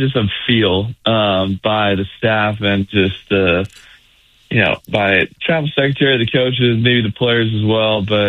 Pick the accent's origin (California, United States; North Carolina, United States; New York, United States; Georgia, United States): California, United States; I'm still happy to be in my home state